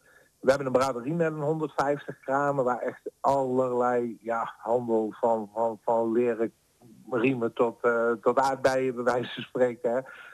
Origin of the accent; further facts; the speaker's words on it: Doesburg, Gelderland, Netherlands; Ik kom oorspronkelijk uit Doesburg. Dat was ook echt een verenigingsdorp, of stadje moet ik zeggen, Doesburg.